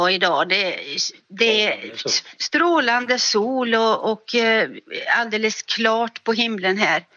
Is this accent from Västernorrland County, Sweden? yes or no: no; Uddevalla, Västra Götaland County, Sweden; born there; now in Öland, Sweden; jag är egentligen född i Uddevalla.